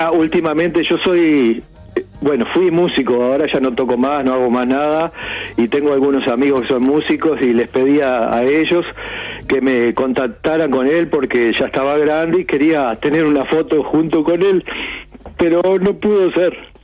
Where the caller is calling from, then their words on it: Montevideo, Uruguay; Soy de Durazno y Salto, cerca de tu casa.